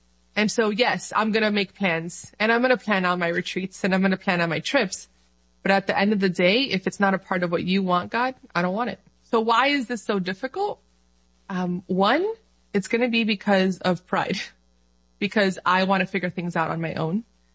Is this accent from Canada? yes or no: no; Dominican Republic; I'm Dominican from the Dominican Republic. But I'm also Arabic.